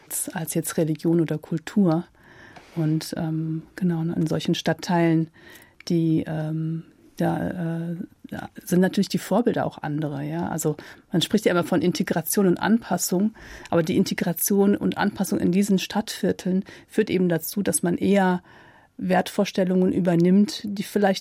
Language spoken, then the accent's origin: German; Rhineland, Germany; born there; accent: slight Rhineland accent